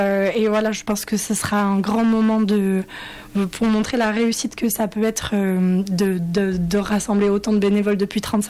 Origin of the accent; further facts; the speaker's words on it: Luz-Saint-Sauveur, Occitanie, France; Moi j'ai grandi à Luz Saint-Sauveur